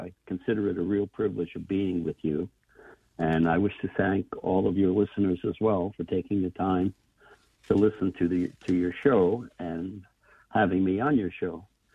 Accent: Palm Beach, Florida, United States; also born or lived in New York; I'm 80 years old, and I'm a former spaghetti vendor out of New York. But I grew up in Palm Beach, Florida, and I learned to say the word y'all instead of you all.

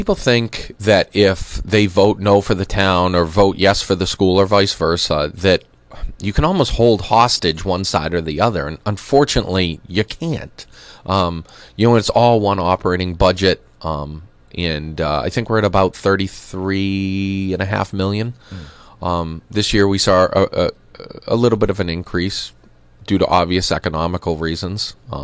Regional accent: Oxford, Massachusetts, United States; moved away as an adult; now in Thompson, United States; I've been in Thompson for 15, 20 years now. And I came originally from Oxford in Massachusetts. And I will say that when I was a kid growing up there

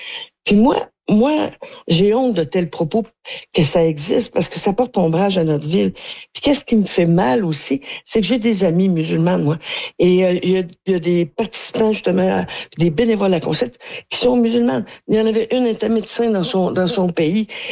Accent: Quebec, Canada; moi, je suis fière de la Mauricie, je suis un peu chauvine, et je suis fière qu'on se retrouve au national

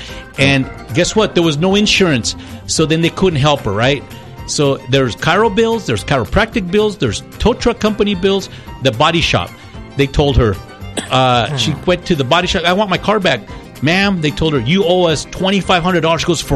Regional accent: El Paso, Texas, United States; English is a second language; Of course, I'm from here. You know, I grew up in El Paso. I'm from El Paso. You know, I started here at AO Elementary in the Segundo Barrio.

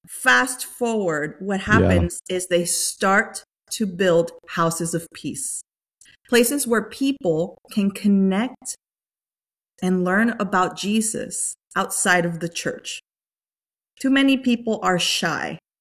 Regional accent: Dominican Republic; now in United States; I come from the Dominican Republic. Mm-hmm. So I grew up there

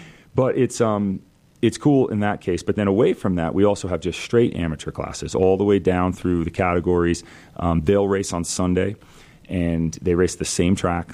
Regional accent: East Coast, United States; So locally, first of all, I'm from the East Coast, but we've moved a majority of our business to Utah.

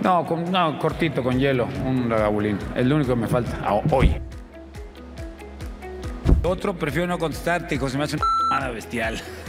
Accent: Mexico; No puedo pedir más, no estoy en mi país, en el mundial.

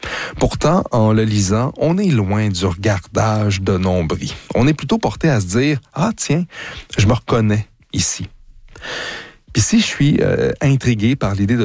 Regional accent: Quebec, Canada; accent: Québécois; les agents n'auraient pas compris mon accent québécois

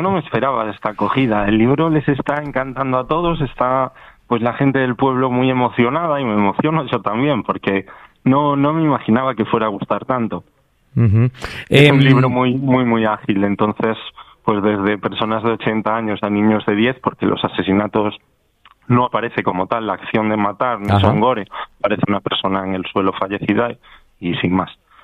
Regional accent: Villafranca del Bierzo, Castile and León, Spain; soy de Villafranca

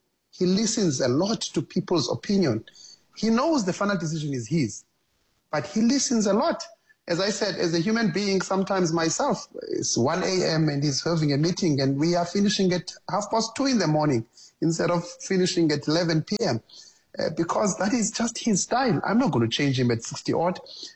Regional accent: Eastern Cape, South Africa; My only dream, Robert, was to watch Soweto Derby live growing up in the Eastern Cape.

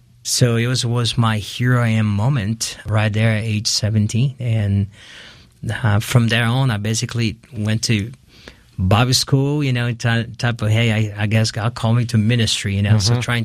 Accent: Brazil; English is a second language; Well, I grew up in Brazil. As a Brazilian, you hear about Christ, you have the big Christ in mm-hmm. Rio, and you know, so Christianity is not something I never heard of it.

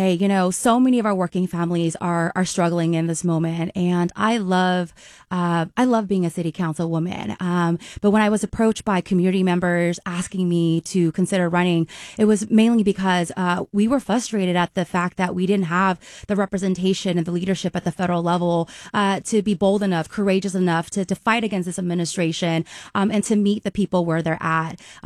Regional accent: Sacramento, California, United States; born or raised there

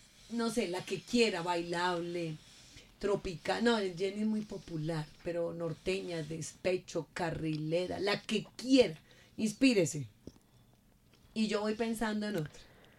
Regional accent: Boyacá, Colombia; Siendo boyacense no fui pocholera, no.

